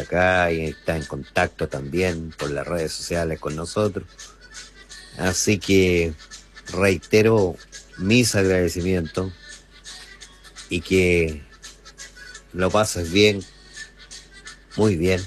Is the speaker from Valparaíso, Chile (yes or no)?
no; Lago Ranco, Los Ríos, Chile; un ranquino como yo